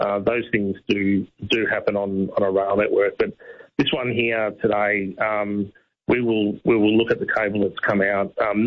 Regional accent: Geelong, Victoria, Australia; but I come from Geelong.

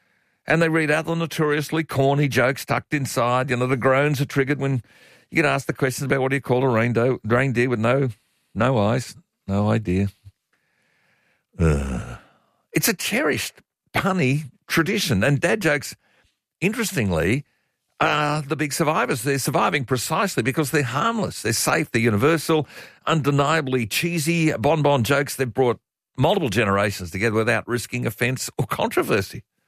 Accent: Australia; isn't that the Australian way, though?

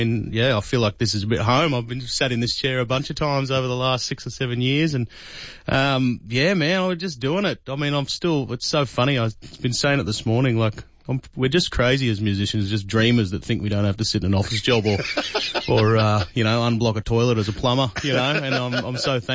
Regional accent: Jindabyne, New South Wales, Australia; And then I go to Jindabyne, which is my hometown, and we haven't played down there in many, many years.

